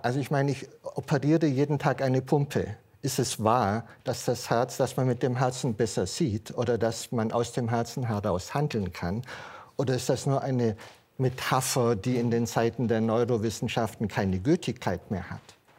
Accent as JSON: {"language": "German", "region": "Southern Germany", "country": "Germany", "tie": "born or raised there", "said": "Ich stamme aus Süddeutschland"}